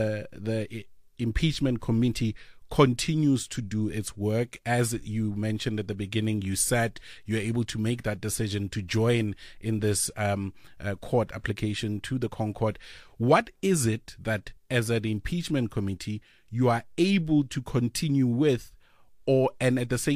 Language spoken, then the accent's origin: English; South Africa; for myself as a South African